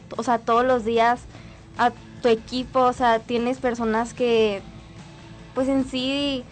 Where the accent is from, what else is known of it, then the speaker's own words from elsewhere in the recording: Nayarit, Mexico; yo crecí aquí en Nayarit